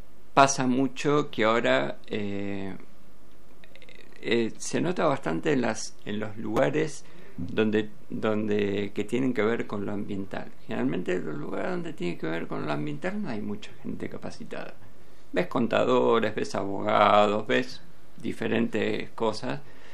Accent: Berisso, Buenos Aires Province, Argentina; also born or lived in Punta Lara; Yo me crié también, yo soy de Berisso, pero me crié toda la vida.

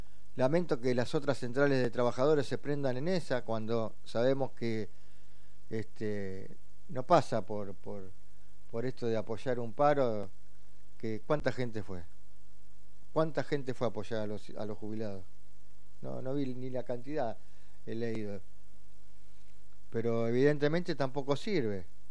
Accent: Argentina; nuestra República Argentina

